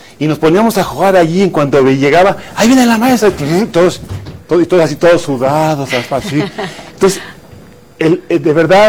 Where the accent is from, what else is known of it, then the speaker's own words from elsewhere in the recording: Magdalena Contreras, Mexico City, Mexico; Soy de Magdalena de Contreras, y eran canchas de tierra